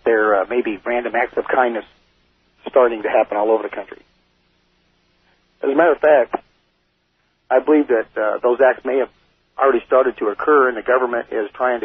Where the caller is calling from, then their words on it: Santee, California, United States; from Santee.